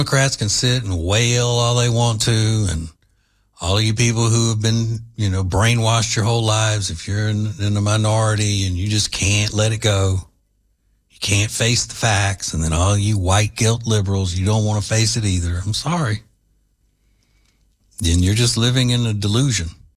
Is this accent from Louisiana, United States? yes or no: yes; Louisiana, United States; I grew up in Louisiana, as most of you know that listen to this show.